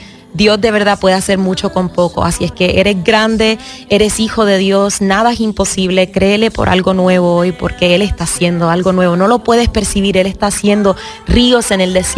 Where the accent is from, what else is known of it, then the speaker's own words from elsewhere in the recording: Puerto Rico; van a haber más boricuas en mi proyecto, porque yo crecí en Puerto Rico, exacto, o sea, hay mucho sazón caribeño ahí.